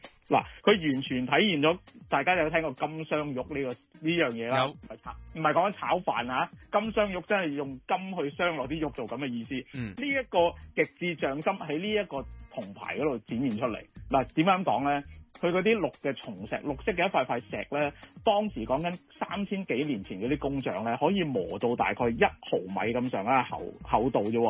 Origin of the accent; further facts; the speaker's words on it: Hong Kong; 我哋香港人